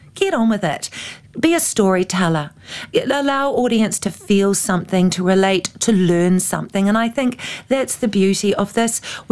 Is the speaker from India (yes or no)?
no; New Zealand; oh, being a Kiwi, of course we jump right in, don't we? And I just went, "Hello, Doris. … I've come all the way from New Zealand to wish you a very happy birthday.